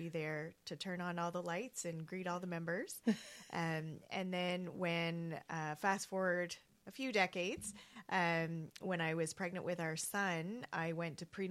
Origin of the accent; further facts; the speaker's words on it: Fredericton, New Brunswick, Canada; And I grew up in Fredericton